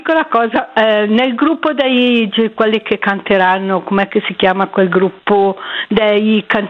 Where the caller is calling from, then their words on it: Lecco, Lombardy, Italy; chiamo da Lecco.